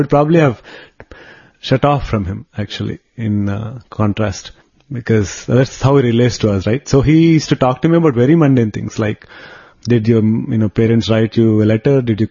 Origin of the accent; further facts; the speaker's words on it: Tirupati, Andhra Pradesh, India; I'm from Tirupati and I'm so-and-so's son.